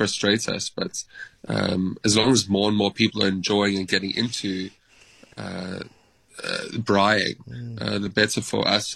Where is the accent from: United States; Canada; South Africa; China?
South Africa; as a South African